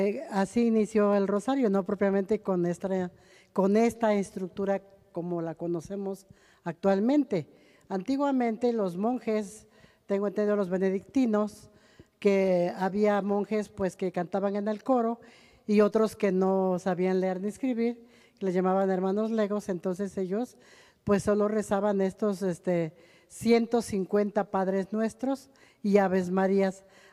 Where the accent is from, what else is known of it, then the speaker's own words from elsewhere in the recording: Puebla, Mexico; Tengo casi 40 años de vida consagrada y soy del estado de Puebla.